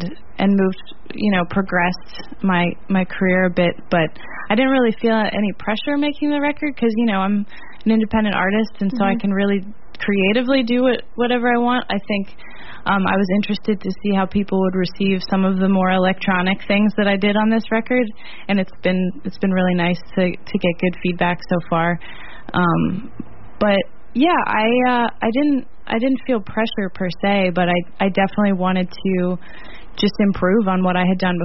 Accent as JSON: {"language": "English", "town": "Pittsburgh", "region": "Pennsylvania", "country": "United States", "tie": "born or raised there", "said": "my hometown Pittsburgh"}